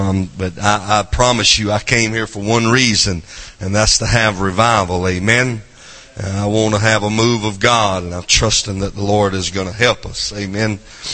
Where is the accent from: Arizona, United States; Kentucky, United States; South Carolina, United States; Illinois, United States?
South Carolina, United States; accent: southern